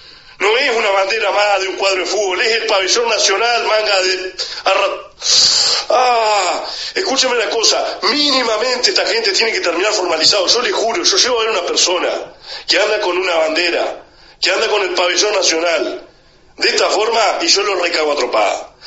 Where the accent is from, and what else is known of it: Uruguay